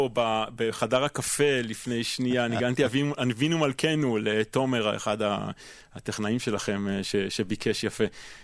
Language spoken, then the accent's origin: Hebrew; Hungary; אני גם הונגרי בעצמי, ויש לי חיבור מיוחד למוזיקה של מלחינים הונגריים ולמסורת ההונגרית.